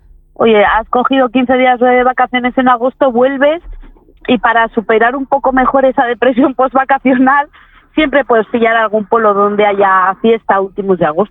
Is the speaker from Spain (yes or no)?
yes; Castile and León, Spain; Pues en mi pueblo tenemos el pilón